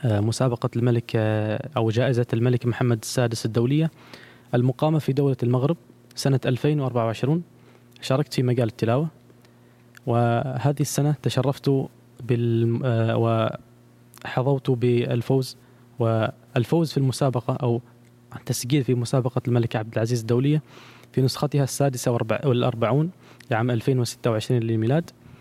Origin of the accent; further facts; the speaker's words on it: Oman; شيخي الذي أقرأ معه الأستاذ الكريم الفاضل خالد الحسني، أيضا من بلدي سلطنة عمان